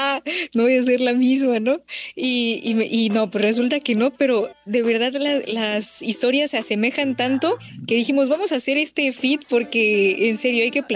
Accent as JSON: {"language": "Spanish", "region": "Mexico City", "country": "Mexico", "lives_now": "Houston, United States", "said": "Yo soy de la Ciudad de México, ya. Pero ahorita te estoy saludando desde Houston."}